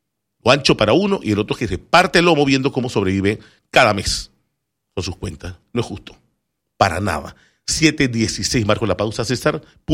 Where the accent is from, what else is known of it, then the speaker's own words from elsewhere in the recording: Juan Díaz, Panamá, Panama; De que yo soy acá de Juan Díaz, blush, te inundo.